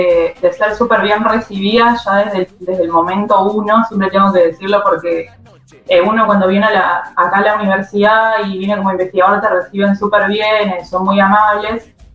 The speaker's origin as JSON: {"language": "Spanish", "town": "San Justo", "region": "Santa Fe", "country": "Argentina", "moved": "yes", "lives_now": "France", "said": "No, de una ciudad más chica del norte que se llama San Justo, pero sí viví mucho tiempo en la ciudad."}